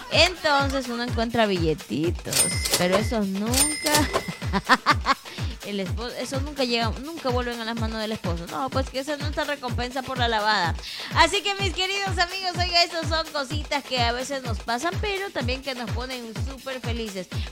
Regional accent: Ecuador; los ecuatorianos tenemos unas costumbres que nunca fallan

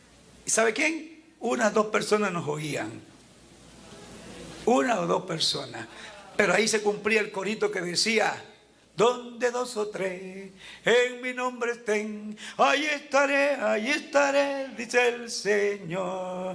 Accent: Panama; Acuérdense que soy panameño.

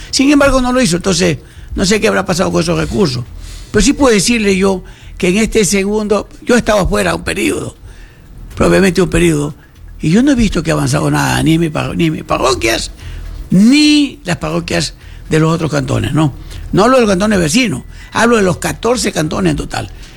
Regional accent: Buenavista, Ecuador; yo soy de Buenavista.

